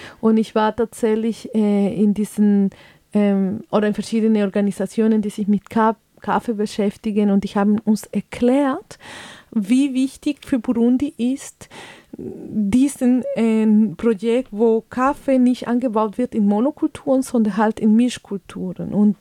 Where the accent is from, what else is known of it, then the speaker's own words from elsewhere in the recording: Colombia; Also ich bin aus Kolumbien und mit dieser Kultur aufgewachsen